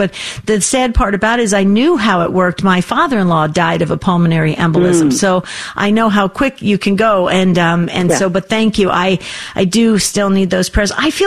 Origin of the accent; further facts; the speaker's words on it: New Jersey, United States; Is it just because I'm from New Jersey, Denise?